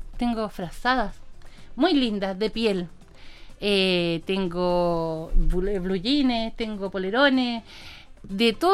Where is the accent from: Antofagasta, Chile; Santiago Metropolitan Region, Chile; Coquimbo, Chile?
Santiago Metropolitan Region, Chile; Puente Alto; moved away; yo soy de Puente Alto, yo cuando llegué acá hace como 15 años